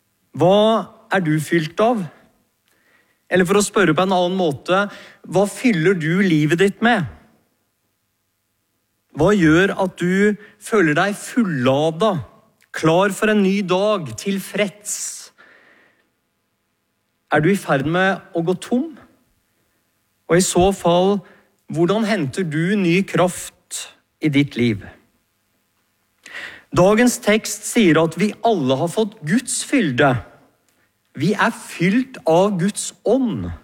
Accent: Gjøvik, Innlandet, Norway; Da jeg vokste opp på Gjøvik, så handlet vi alltid på Nedre Bredli. Det var vår butikk. Det er bare et par hundre meter ned i gata fra der jeg bodde.

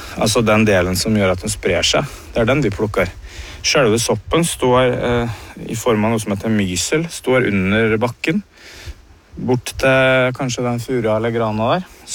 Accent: Sarpsborg, Østfold, Norway; Jeg hadde en lærer når jeg vokste opp på Borgenøven I Sarpsborg

